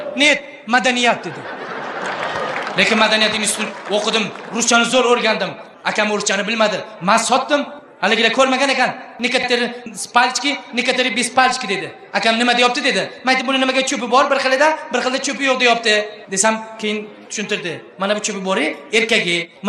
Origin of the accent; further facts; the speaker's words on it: Bukhara Region, Uzbekistan; "Atkuda" dedi. "Buxoro" dedim.